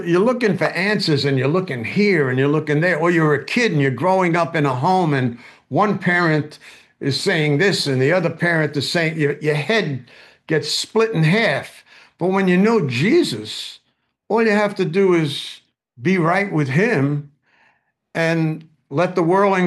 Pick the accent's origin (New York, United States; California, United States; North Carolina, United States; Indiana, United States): New York, United States; Bronx; I grew up in the Bronx.